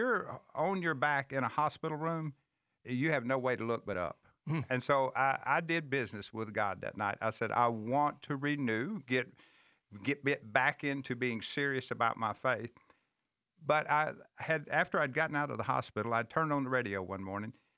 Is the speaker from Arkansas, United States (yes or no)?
yes; Harrisburg, Arkansas, United States; born or raised there; also born or lived in Memphis